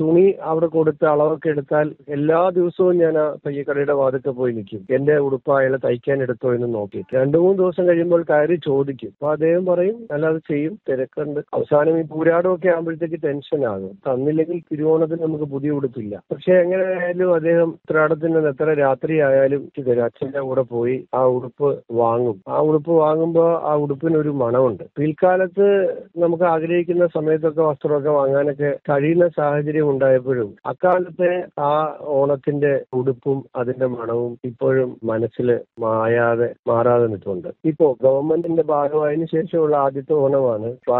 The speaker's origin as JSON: {"language": "Malayalam", "town": "Mavadi", "region": "Kerala", "country": "India", "tie": "born there", "said": "ഞാൻ ജനിച്ചത് മാവടി എന്ന് പറഞ്ഞ ഒരു കൊച്ചു ഗ്രാമമാണ്."}